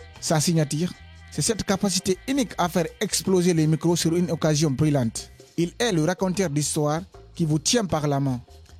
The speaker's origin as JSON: {"language": "French", "country": "Guinea", "lives_now": "France", "said": "j'ai 16 ans, je viens de Guinée-Conakry."}